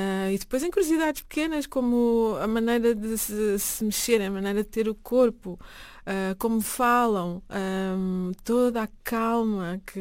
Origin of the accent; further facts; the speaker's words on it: Lisbon, Portugal; born there; Sim, eu nasci em Lisboa.